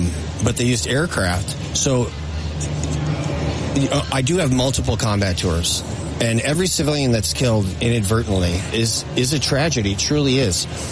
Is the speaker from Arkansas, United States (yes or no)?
no; Wisconsin, United States; I'm from Wisconsin